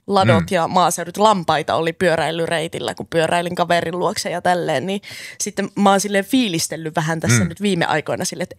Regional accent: Oulu, North Ostrobothnia, Finland; Mä oon itse siis kasvanut ihan tässä niin kuin Oulun keskustan läheisyydessä aina, mutta silloin ihan pienenä asuttiin siis vanhassa Kaakkurissa, eli Kaakkurin kangas se on nykyään.

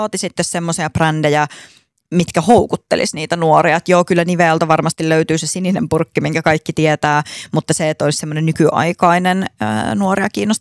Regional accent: Oulu, North Ostrobothnia, Finland; accent: Oulu dialect; vaikka musta tuntuu, että mun oululainen murre on jo vähän hävinnyt harmillisesti.

